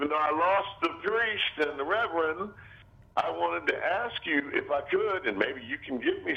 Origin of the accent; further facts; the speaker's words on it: Washington, District of Columbia, United States; born there; now in Millsboro, Delaware, United States; I'm originally from Washington, D.C.